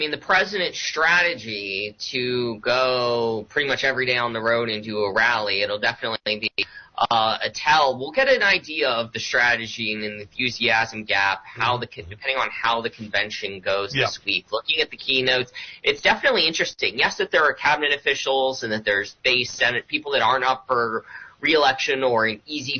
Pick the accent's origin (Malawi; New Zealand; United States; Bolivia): United States; Pennsylvania; The two from my home state, Ryan McKenzie and Rob Bresnahan.